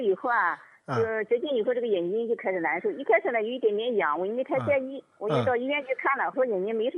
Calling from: Hefei, Anhui, China; 我在安徽合肥。

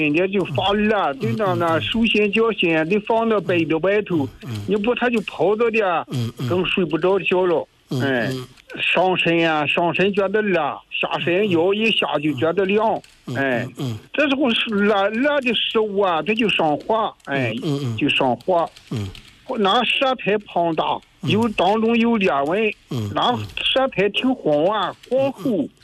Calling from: Jinan, Shandong, China; 我是山东济南的。

